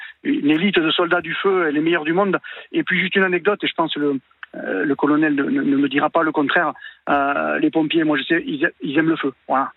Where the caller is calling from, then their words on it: Bayonne, Nouvelle-Aquitaine, France; je suis à Bayonne, au Pays Basque, on est à 200 km de Bordeaux